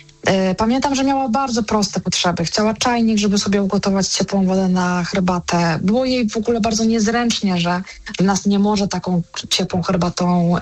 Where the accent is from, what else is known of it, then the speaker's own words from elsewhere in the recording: Kraków, Lesser Poland, Poland; ja jestem z Krakowa i mogłoby się wydawać, że Kraków to jest takie z pewnością jedno z zamożniejszych miast.